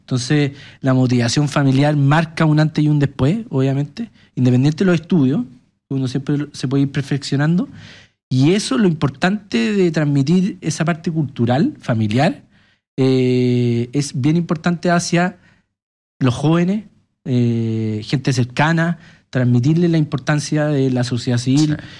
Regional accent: Colbún, Maule, Chile

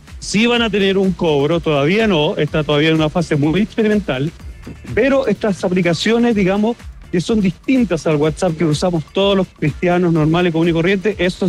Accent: Chile; uno de los más importantes acá en Chile, un evento donde se define la conectividad del futuro en nuestro país.

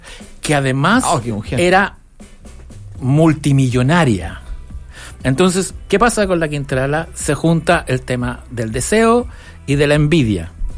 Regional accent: Victoria, Araucanía, Chile; Yo nací en el sur, en Victoria, y hasta... Nací el 74

